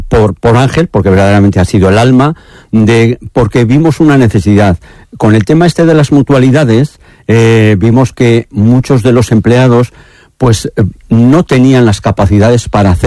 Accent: Aranda de Duero, Castile and León, Spain; Yo hablo desde el pueblo, yo soy de Aranda de Duero

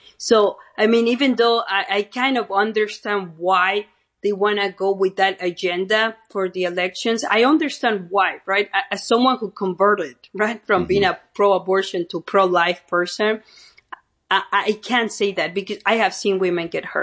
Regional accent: Arizona, United States; even my home state, Arizona

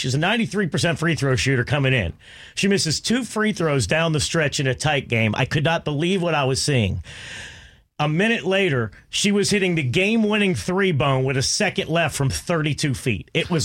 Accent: New York, United States; I'm from New York.

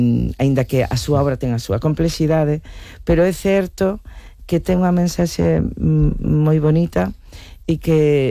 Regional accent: Mos, Galicia, Spain; mulleres indómitas e fortes da miña terra, de Sanguiñeda, de Mos.

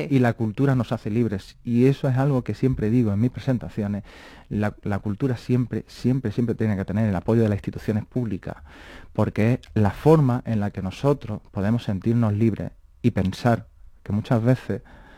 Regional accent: Baeza, Andalusia, Spain; born there; en mi pueblo, en Baeza.

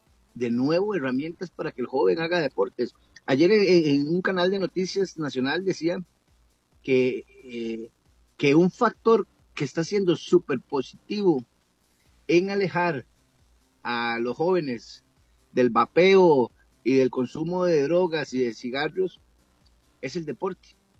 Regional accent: Hatillo, Puerto Rico; Alexei y yo, que somos de Atillo

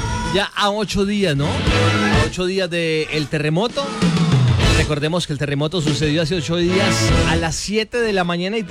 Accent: Cali, Valle del Cauca, Colombia; como buenos colombianos, como buenos caleños, como buenos vallecaucanos.

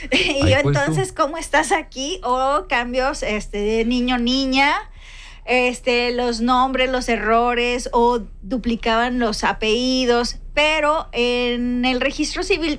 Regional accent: Agualeguas, Nuevo León, Mexico

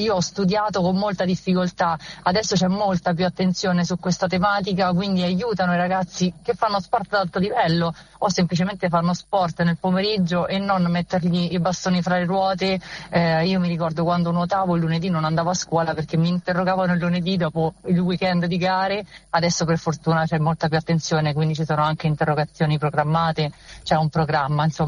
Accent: Rome, Lazio, Italy; tornare da dove sono nata e cresciuta nel Foro Italico di Roma

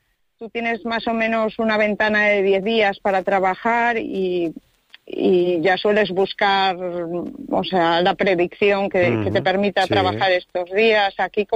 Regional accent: Galicia, Spain; si somos gallegos de costa, la vamos a tener aquí muy fácil.

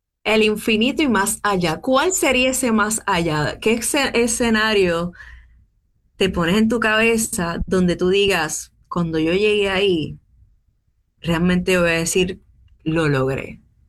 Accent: Puerto Rico; soy la única boricua

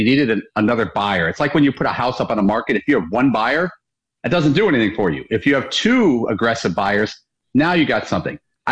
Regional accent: Hammond, Indiana, United States; I grew up on the South Side. Where I grew up, Hammond, Indiana, it's like 10 minutes away.

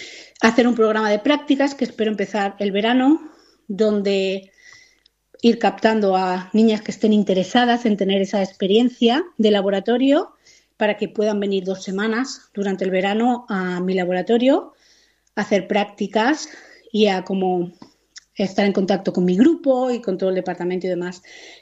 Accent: Guardamar del Segura, Valencian Community, Spain; moved away; Pues Guardamar es mi pueblo querido y precioso

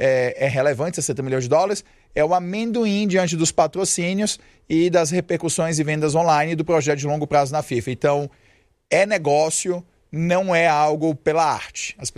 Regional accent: Ceará, Brazil; Eu sou cearense

